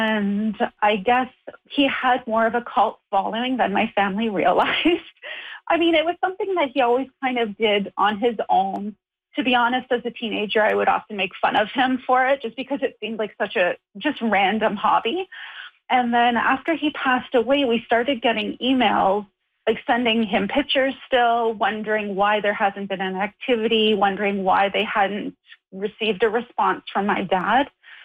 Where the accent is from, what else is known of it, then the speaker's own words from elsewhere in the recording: Sudbury, Ontario, Canada; So growing up in Sudbury, it was very easy to have access to all of that.